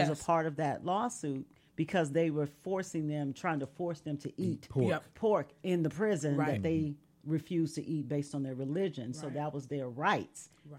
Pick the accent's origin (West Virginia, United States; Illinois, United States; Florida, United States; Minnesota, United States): Illinois, United States; Chicago; We come from Chicago